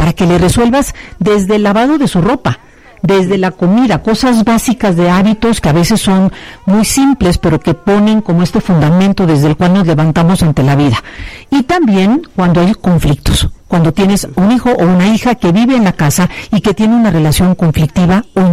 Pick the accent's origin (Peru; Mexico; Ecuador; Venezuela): Mexico; Veracruz; moved away; also born or lived in Puebla; yo soy de Veracruz y mi salir al mundo fue de Veracruz a Puebla. Y fue un evento en mi vida.